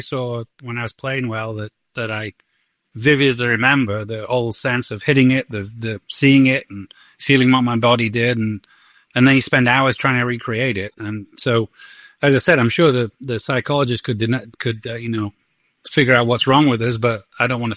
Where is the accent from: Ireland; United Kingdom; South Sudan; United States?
United Kingdom; the north of England; I'm from Northern England